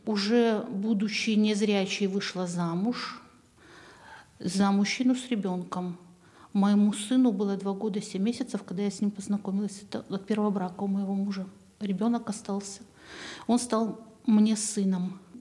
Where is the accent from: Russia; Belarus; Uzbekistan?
Belarus; Ivatsevichy, Brest Region; Родилась в Ивацевичах, закончила среднюю школу номер 2.